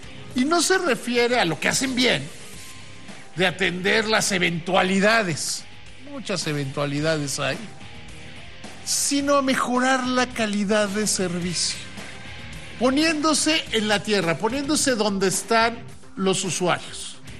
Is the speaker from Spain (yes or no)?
no; Mexico; como somos la inmensa mayoría de los mexicanos.